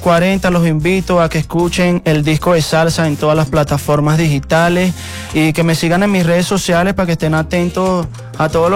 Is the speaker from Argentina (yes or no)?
no; Venezuela; a nosotros como venezolanos nos gusta mucho también la música de ellos